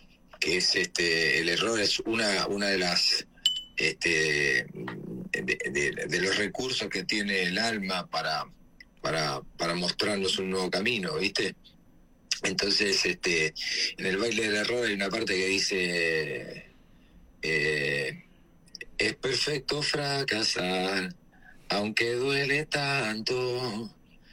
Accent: Argentina; si soy argentino.

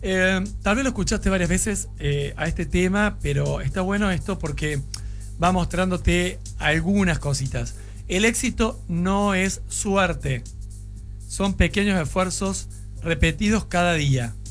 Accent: Argentina

